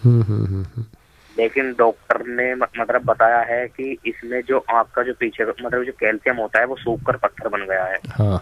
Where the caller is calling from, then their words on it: Meerut, Uttar Pradesh, India; मैं यूपी मेरठ से हूँ